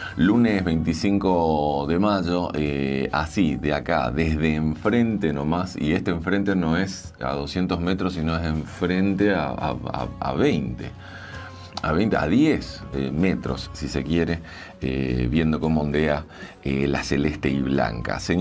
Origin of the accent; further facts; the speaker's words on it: Clorinda, Formosa, Argentina; now in Paraguay; yo nací a 200 metros de la frontera con Paraguay, y me crié mirando al Paraguay, y hoy en día vivo exactamente enfrente de la embajada argentina. Entonces, vivo en Paraguay mirando a la Argentina todos los días